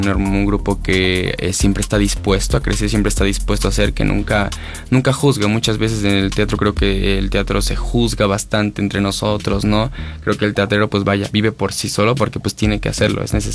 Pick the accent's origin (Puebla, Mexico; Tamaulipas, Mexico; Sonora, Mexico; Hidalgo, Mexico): Hidalgo, Mexico; Cuautepec de Hinojosa; Vengo de Cuautepec, de Hinojosa, está a un lado de Tulancingo.